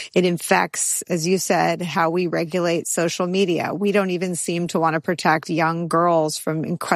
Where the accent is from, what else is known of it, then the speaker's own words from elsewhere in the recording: California, United States; I'm from California where you spend a lot of time thinking about wildfires.